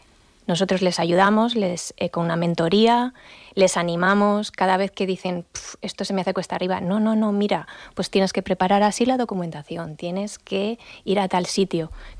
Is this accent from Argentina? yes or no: no; Alcañiz, Aragon, Spain; yo soy de Alcañiz, muy cerquita de Oliete.